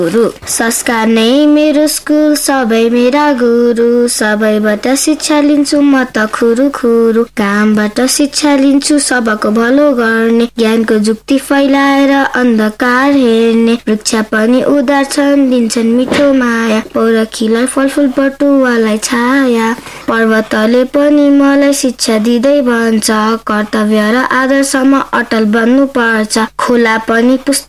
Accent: Dhankuta, Koshi Province, Nepal; now in Lalitpur, Nepal; म कक्षा 4 पढ्दछु। मेरो स्कुलको नाम आइजे पाइनर हाई स्कुल हो। मेरो गाउँ धनकुटामा छ र म अहिले ललितपुरमा बस्छु।

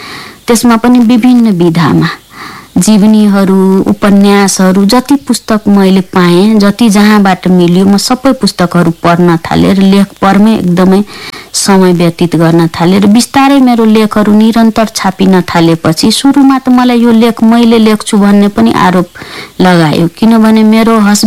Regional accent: Madhesh Province, Nepal; accent: Madhesi/Maithili tone; first language Maithili; Nepali is a second language; now in Kathmandu, Nepal; मधेसी समुदायको मेरो मातृभाषा मैथिली हो, मेरो टोन फरक पर्थ्यो, अनि उहाँहरूले मलाई भारतीय भन्ने, कसैले इन्डियन भन्ने

